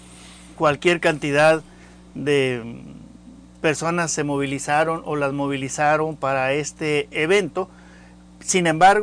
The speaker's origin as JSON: {"language": "Spanish", "country": "Mexico", "said": "somos nosotros como mexicanos"}